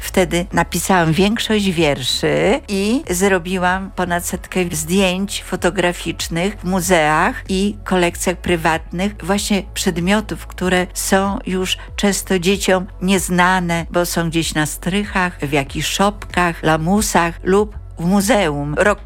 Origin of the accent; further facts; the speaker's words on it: Jeziorki, Podlaskie Voivodeship, Poland; mojej wsi Jeziorki, jak i okolice Augustowa